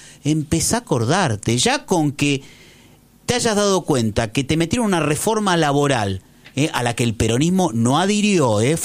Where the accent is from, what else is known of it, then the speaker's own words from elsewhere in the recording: Argentina; Seamos más responsables nosotros como argentinos